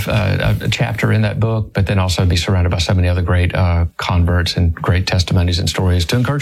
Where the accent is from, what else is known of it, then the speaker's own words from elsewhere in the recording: Georgia, United States; My story is starts out like many people in the South. I grew up in South Georgia in an evangelical home.